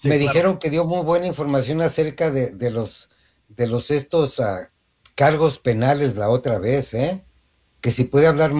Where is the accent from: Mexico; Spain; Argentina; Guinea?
Mexico; Mexico City; born there; moved away; yo nací en el DF. Bueno, cuando era el DF.